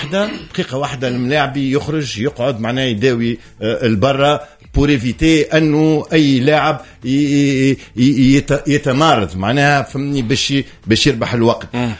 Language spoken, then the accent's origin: Arabic; Tunisia; عندنا في تونس